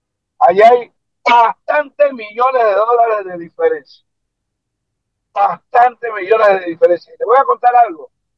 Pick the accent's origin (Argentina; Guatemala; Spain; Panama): Panama